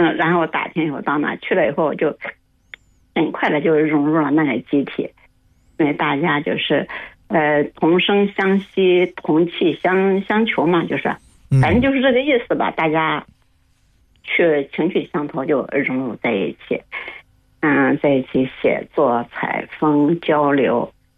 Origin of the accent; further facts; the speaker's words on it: Xuzhou, Jiangsu, China; also born or lived in Nanjing; 我是徐州人。我在南京生活了一段时间还很不短，但是现在呢我又返回了家里，返回到徐州生活了。